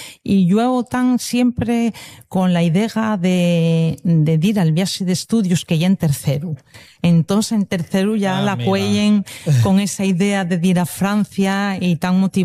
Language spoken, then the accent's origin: Spanish; Corvera de Asturias, Asturias, Spain